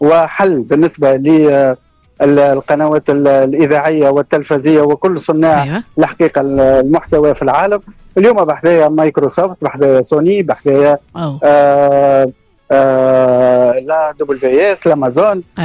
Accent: Tunisia; جينا من تونس كمصدرين للتكنولوجيا

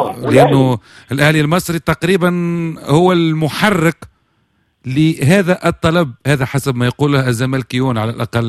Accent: Tunisia; عندنا في تونس

